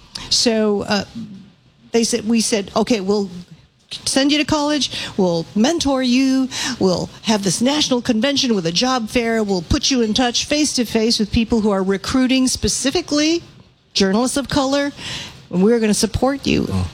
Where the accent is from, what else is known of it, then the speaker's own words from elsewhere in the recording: Hawaii, United States; something growing up in Hawaii was like we, you know, just kind of had that wonderful Pan-Asian, Pan-Asian revolution kind of come and sweep over us.